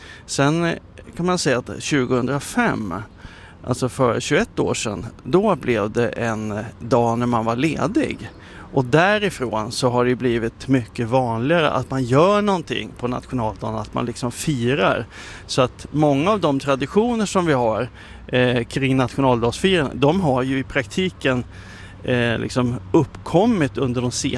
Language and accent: Swedish; Sweden; vi i Sverige